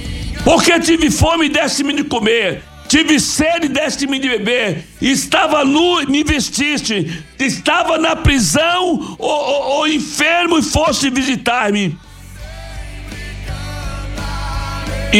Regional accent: Bahia, Brazil; Eu sou baiano, sou do sertão da Bahia

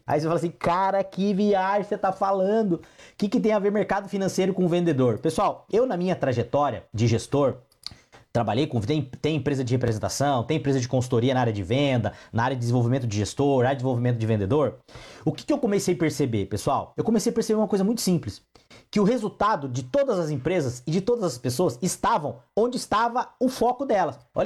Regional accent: Brazil; nós somos brasileiros, eu tô no Brasil, eu amo meu país

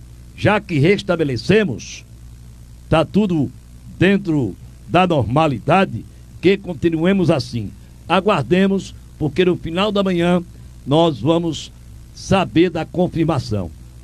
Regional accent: Altinho, Pernambuco, Brazil; now in Caruaru, Brazil; Eu sou de Altinho, radicado em Caruaru.

